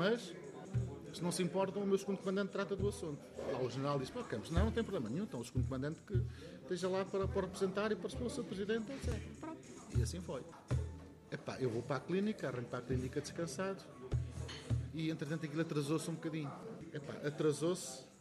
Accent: Valverde, Castelo Branco, Portugal; vamos para o Fundão, para a minha aldeia, que é Valverde, passar a Páscoa com a família e tal.

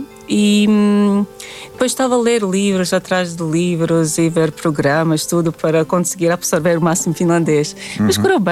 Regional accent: Latvia; Portuguese is a second language; moved away; Perguntava de onde é que eu sou. Disse que sou da Letónia. Pessoas não sabiam e tentei localizar, mais ou menos no mapa.

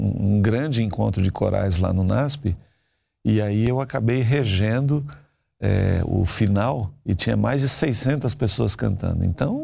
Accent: Curitiba, Paraná, Brazil; born there; Sim, sou eu, em Curitiba, cidade onde eu nasci.

